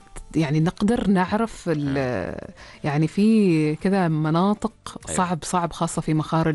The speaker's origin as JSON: {"language": "Arabic", "country": "Oman", "said": "عندنا في عمان"}